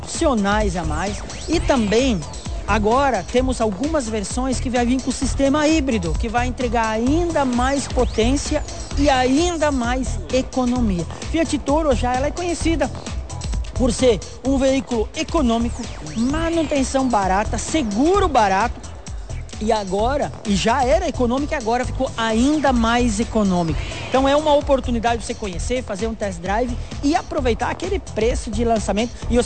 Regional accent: Brazil; sou brasileiro.

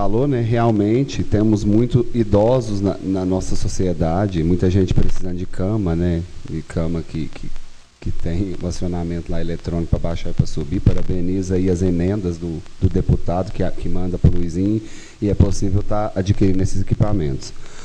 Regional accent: Brazil; Eu sou brasileiro

